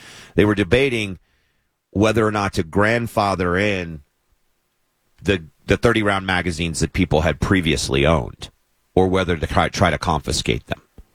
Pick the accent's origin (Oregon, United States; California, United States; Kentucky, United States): Kentucky, United States; born there; Senator Mitch McConnell of my home state of Kentucky